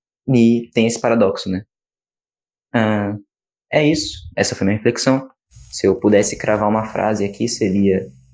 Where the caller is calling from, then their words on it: São Paulo, Brazil; eu sou do interior de São Paulo, moro em Itaiúba, sou estudante da ETEC de Bebedouro, primeiro ano